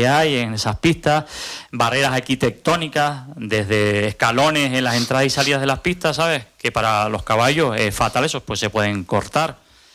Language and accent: Spanish; Tenerife, Canary Islands, Spain; born there; vengo de Albarda